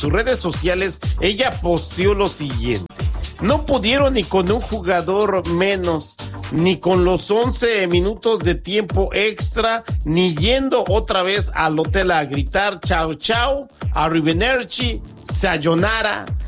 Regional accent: Mexico; now in United States

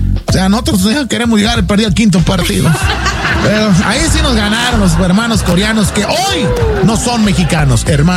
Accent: Mexico; Tanto coreanos como mexicanos somos expertos en fiestas.

